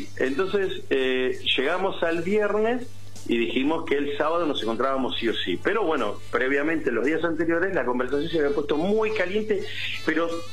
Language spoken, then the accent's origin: Spanish; Bernal, Buenos Aires Province, Argentina; yo soy de Bernal.